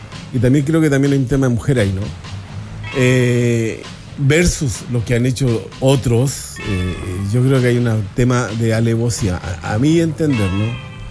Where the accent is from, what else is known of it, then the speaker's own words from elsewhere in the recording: Chile; Digo, mi percepción ciudadana, o estoy hablando ciudadano, ¿no? Como chileno